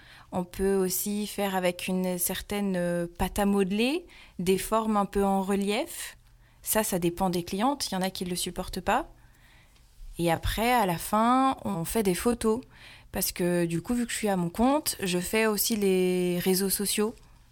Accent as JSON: {"language": "French", "town": "Aubenas", "region": "Auvergne-Rhône-Alpes", "country": "France", "tie": "born or raised there", "said": "Je suis originaire d'Aubenas en Ardèche."}